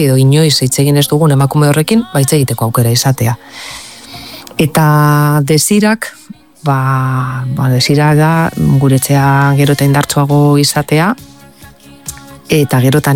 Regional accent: Arrigorriaga, Basque Country, Spain

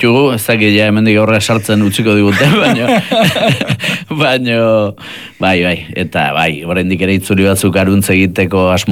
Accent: Errenteria, Basque Country, Spain; Bai, ba, ni Santa Clara kalean sortu nintzen Errenterian

